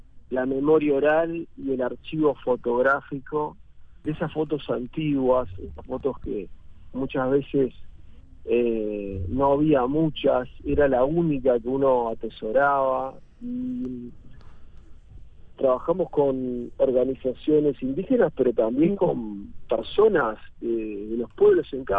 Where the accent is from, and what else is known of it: Uruguay